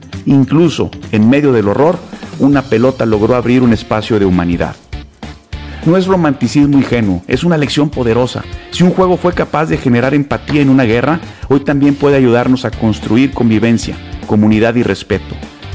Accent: Mexico; Todos somos mexicanos.

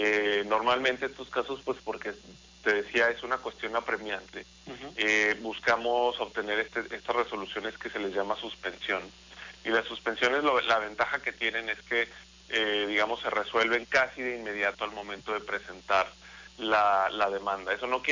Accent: León, Guanajuato, Mexico; yo soy leonés, soy guanajuatense, he sido un par de veces candidato a la presidencia municipal de León

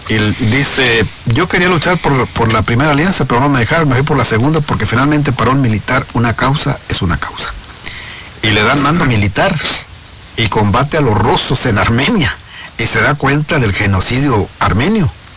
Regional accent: Mexico; somos los mexicanos

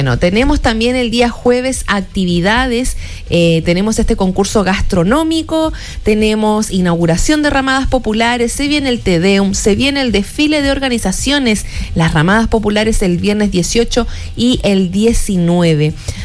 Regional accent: Chile; todos estos estas comidas típicas de aquí de los chilenos que nos encanta consumir en estas fechas de celebraciones.

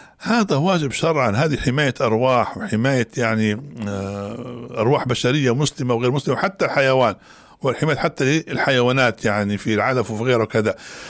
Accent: Libya; وأنتم نعرفوا وإحنا كنا كليبيين نعرفوا استنزاف الأرض

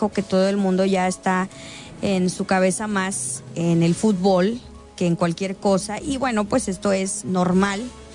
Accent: Mexico; pues somos mexicanos

